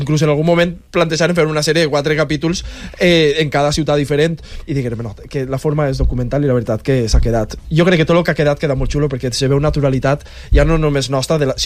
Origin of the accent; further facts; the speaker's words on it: Guadassuar, Valencian Community, Spain; jo sóc un xavaler de Guadassuar